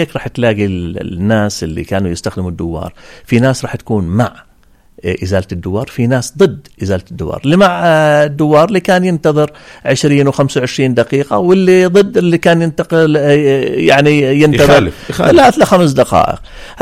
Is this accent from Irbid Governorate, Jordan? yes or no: yes; Irbid, Irbid Governorate, Jordan; المشاة عندنا في إربد